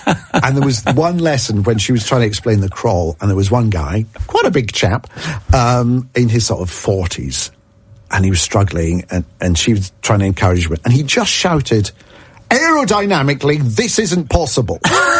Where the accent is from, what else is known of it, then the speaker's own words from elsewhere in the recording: Scotland, United Kingdom; So, you know, being Scottish... I will be Scottish and Italian, you know, I've got the best of both.